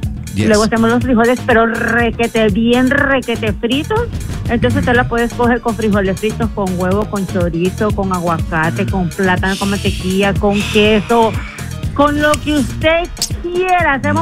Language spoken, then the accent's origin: Spanish; Honduras; now in Winter Garden, United States; yo soy originaria de Honduras, pero vivo aquí en Orlando, en Winter Garden.